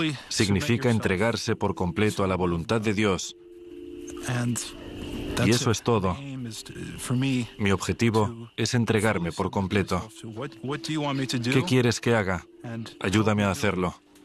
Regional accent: Canada; Soy canadiense. Tengo sangre rusa, soy ruso, pero al mismo tiempo soy ucraniano. Mis antepasados vivieron por todo el este de Europa, pero nací en Canadá.

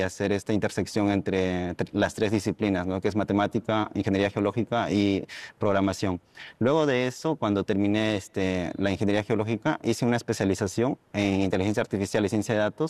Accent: Peru

